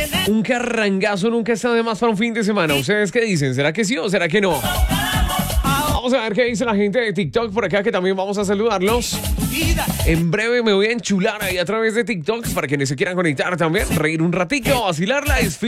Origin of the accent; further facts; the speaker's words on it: Boyacá, Colombia; en una versión campesina, boyacense, de aquí, de mi tierra, como Boyacá, la de aquí, esa no tiene punto de comparaciones.